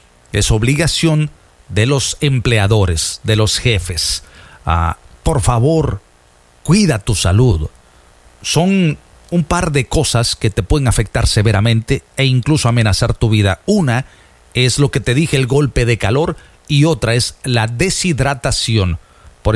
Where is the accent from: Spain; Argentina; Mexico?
Mexico; Veracruz; Yo soy jarocho.